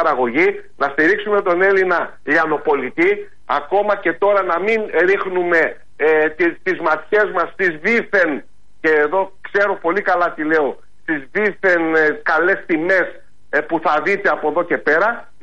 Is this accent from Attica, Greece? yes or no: no; Epirus, Greece; οι μικρές παραγωγές που ξέραμε εμείς που μεγαλώσαμε στην Ήπεθρο